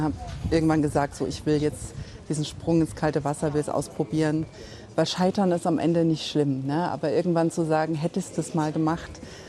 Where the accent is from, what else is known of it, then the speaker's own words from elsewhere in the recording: Meißen, Saxony, Germany; moved away; Also Meißen ist halt Heimat, ne?